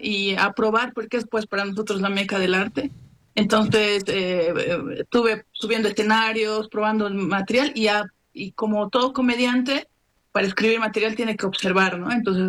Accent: Bolivia; actualmente sí, estoy en Bolivia. Soy standupera boliviana ya hace muchos años.

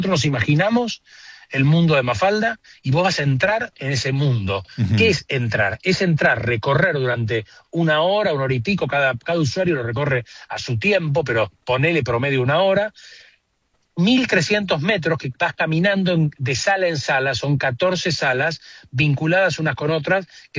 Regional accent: Argentina

